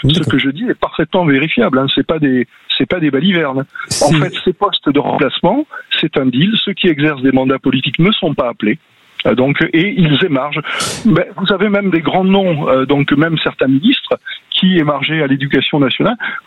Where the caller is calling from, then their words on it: Toulouse, Occitanie, France; J'appelle de Toulouse.